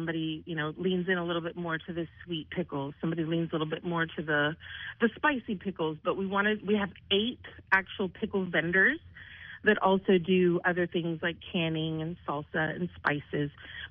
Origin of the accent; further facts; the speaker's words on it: West Coast, United States; You know, I come from the West Coast, and everything is on Instagram, Facebook.